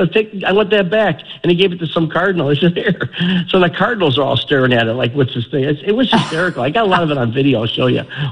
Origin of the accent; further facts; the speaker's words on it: Chicago, Illinois, United States; he heard I was from Chicago